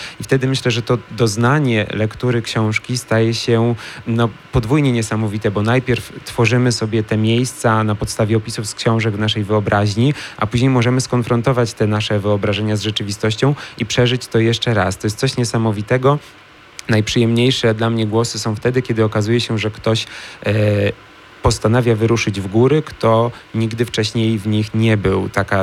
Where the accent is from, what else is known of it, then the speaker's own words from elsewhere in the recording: Bolesławiec, Lower Silesian Voivodeship, Poland; moved away; jaką ziemią jest moja mała ojczyzna, mój Dolny Śląsk.